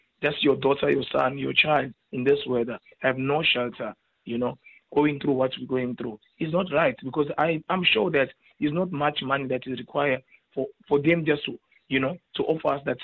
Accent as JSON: {"language": "English", "country": "South Africa", "tie": "born there", "also_born_or_lived": "Democratic Republic of the Congo", "said": "I'm Congolese, I'm documented, have papers, I grew up here in South Africa."}